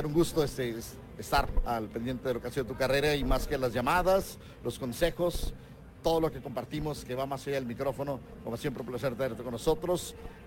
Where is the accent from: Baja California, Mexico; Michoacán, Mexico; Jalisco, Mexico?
Baja California, Mexico; Tijuana; venimos de la propia Federal Lázaro Cárdenas, somos de Tijuana